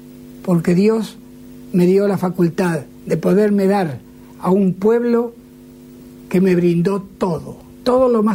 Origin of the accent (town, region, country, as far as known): Argentina